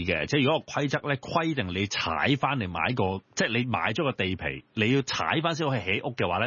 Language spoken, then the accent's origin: Cantonese; Hong Kong; 我哋香港人